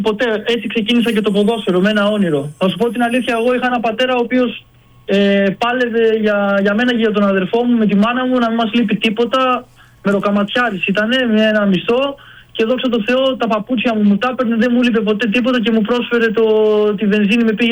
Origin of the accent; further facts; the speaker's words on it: Larissa, Thessaly, Greece; είμαι Λαρισαίος, μεγάλωσα εκεί.